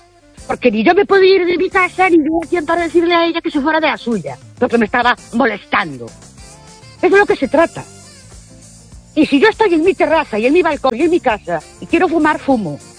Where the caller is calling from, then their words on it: Ourense, Galicia, Spain; de Ourense.